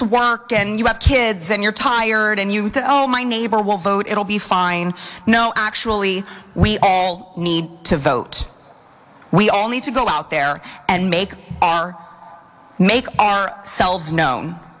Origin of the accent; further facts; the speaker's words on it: Texas, United States; I recall from my home state of Texas, Beto O'Rourke ran